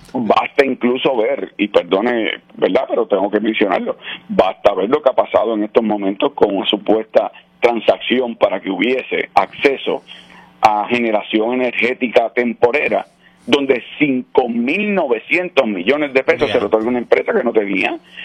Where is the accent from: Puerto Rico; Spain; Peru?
Puerto Rico; los que somos los puertorriqueños